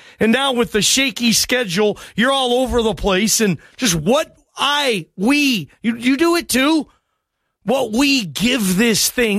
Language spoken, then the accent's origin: English; Washington, United States; I'm from Seattle, if you don't listen very often. I'm from that area. I actually grew up, my parents' house where I grew up is, like, I could walk to that facility you see, and it would probably take me 20, 30 minutes to walk to the building. That's how close I grew up.